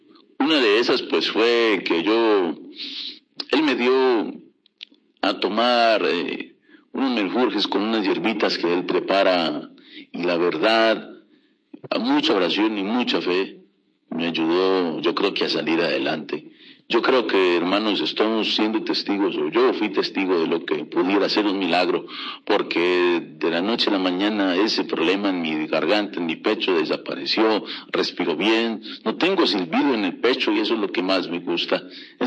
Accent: Hidalgo, Mexico; now in United States; Yo soy de México, del estado de Hidalgo.

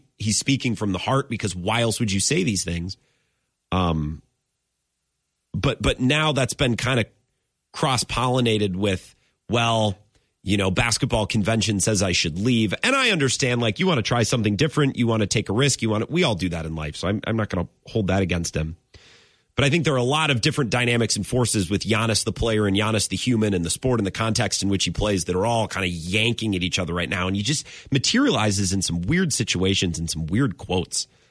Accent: California, United States; my family, I'm from California. That's my goal, to get back there.

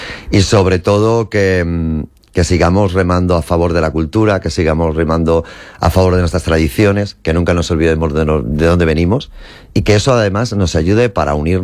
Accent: Elda, Valencian Community, Spain; born there; moved away as an adult; also born or lived in Madrid; nací en Elda, mi profesión nació en Elda

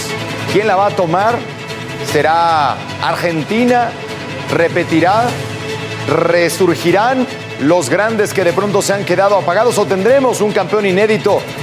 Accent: Mexico; nosotros, como mexicanos, como anfitriones, estamos recibiendo a las distintas naciones

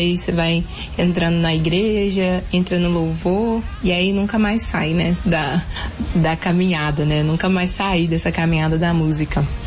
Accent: Belo Horizonte, Minas Gerais, Brazil; now in Marajó, Brazil; Eu sou de BH, morava em BH até então, e me direcionar a um campo missionário. Foi assim que eu parei aqui no Marajó.

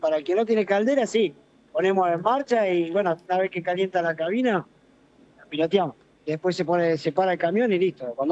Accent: Rosario, Santa Fe, Argentina; No, soy nacido y criado en Rosario, Santa Fe. Por ahí hablo un tiro, unas palabritas del salteño, pero...

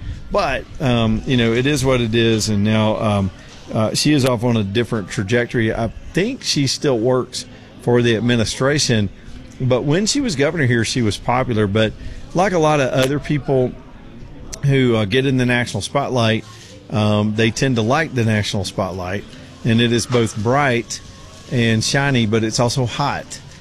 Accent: Alabama, United States; They picked up on my accent. The guy saw my ID was from Alabama.

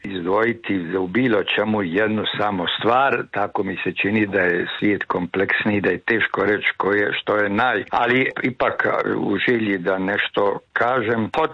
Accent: Croatia; sad ne govorim mi kao Hrvati ili ovdje sad u Splitu, nego općanito

